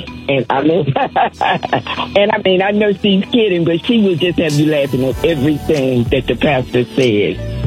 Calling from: Atlanta, Georgia, United States; I'm calling from Atlanta, Georgia

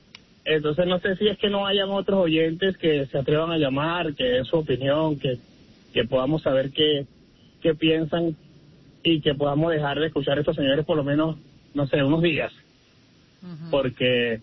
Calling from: Salt Lake City, Utah, United States; De Salt Lake City.

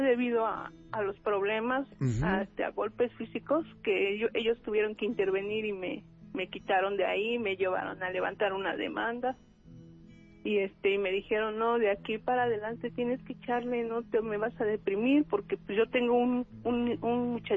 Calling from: Texcoco, State of Mexico, Mexico; De Texcoco, Estado de México.

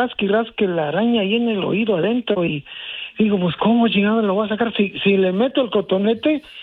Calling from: Oaxaca, Mexico; Yo soy de Oaxaca.

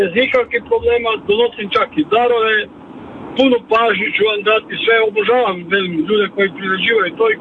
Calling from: Karlovac, Karlovac County, Croatia

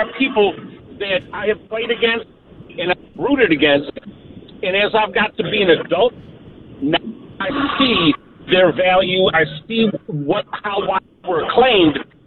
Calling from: Toledo, Ohio, United States; This is from Toledo.

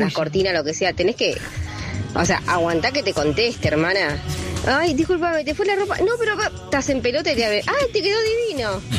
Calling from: Moreno, Buenos Aires Province, Argentina

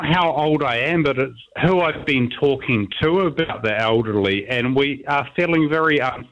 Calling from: Wellington, New Zealand; I'm from Wellington

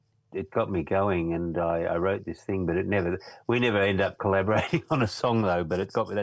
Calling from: Northcote, Victoria, Australia; I should have been more specific. It's in Northcote in Victoria.

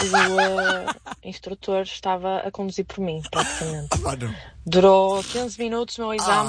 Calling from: Norte, Portugal; Sou do Norte

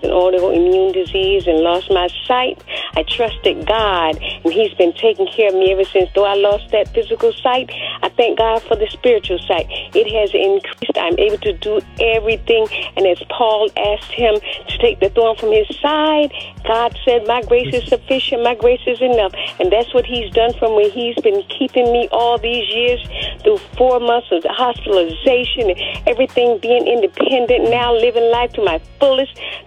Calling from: Florence, South Carolina, United States; I'm calling from Florence, South Carolina.

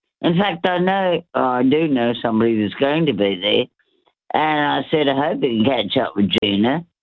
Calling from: Western Australia, Australia; I am a West Australian, a true blue West Australia person.

